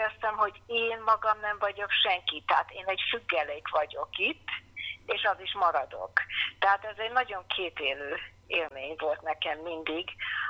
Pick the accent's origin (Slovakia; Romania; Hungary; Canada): Canada; born there; first language English; Hungarian is a second language; mi évente jártunk nyaranta vissza Magyarországra, ugye én Kanadába születtem.